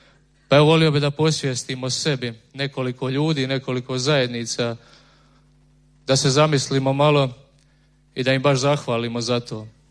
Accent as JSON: {"language": "Croatian", "town": "Runović", "region": "Split-Dalmatia County", "country": "Croatia", "lives_now": "Imotski, Croatia", "said": "dolazim iz Runovića, to je mala općina pored Imotskoga, trenutno živim i djelujemo kao zajednica na području baš grada Imotskoga."}